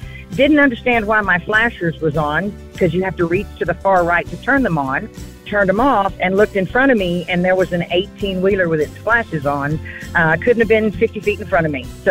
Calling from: Texas, United States; I'm calling from Texas.

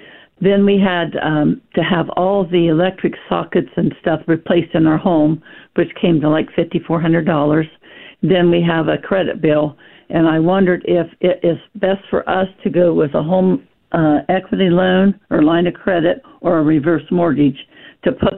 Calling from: Ohio, United States; I'm from Ohio

